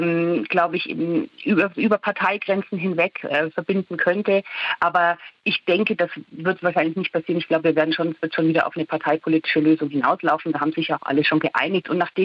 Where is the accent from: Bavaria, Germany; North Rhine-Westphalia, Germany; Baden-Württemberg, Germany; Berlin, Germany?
Bavaria, Germany; moved away; Ich bin ja aus Bayern ursprünglich mal